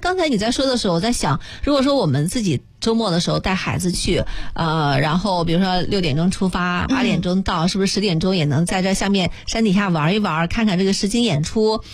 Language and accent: Chinese; Xuzhou, Jiangsu, China; 我觉得我们徐州人啊，你说我们是南方人，北方人说我们徐州是南方啊。